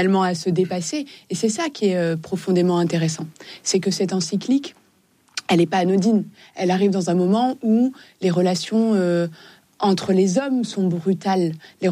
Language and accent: French; Morocco; now in France; moi, j'ai grandi au Maroc, dans un pays multiculturel, où musulmans, juifs, chrétiens, pour le coup, vivent ensemble, vivent profondément ensemble.